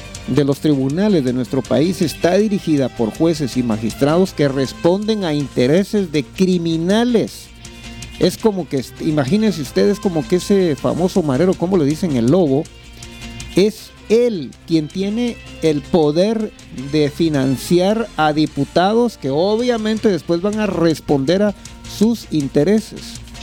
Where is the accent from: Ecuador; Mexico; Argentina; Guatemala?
Guatemala; Eso es algo que como guatemaltecos no podemos ver.